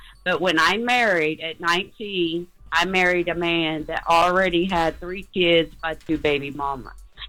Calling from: Hot Springs, Arkansas, United States; I'm from Hot Springs, Arkansas

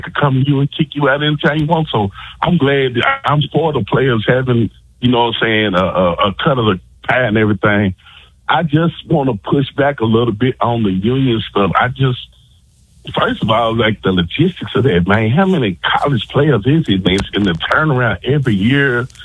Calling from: Tennessee, United States; I'm from the Mid in the North, right above Nashville.

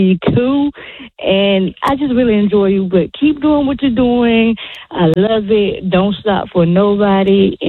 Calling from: Georgia, United States; I'm calling from Georgia.

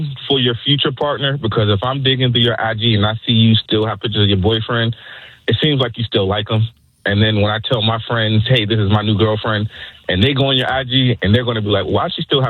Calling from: Prince George's County, Maryland, United States; Yes, I am calling from Prince George's County, Maryland

